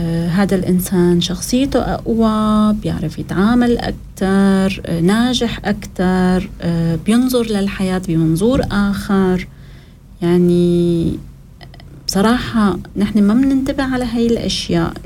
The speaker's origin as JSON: {"language": "Arabic", "country": "Syria", "said": "حتى عن جد هذا كلام دارج عندنا بالشام أو بسوريا."}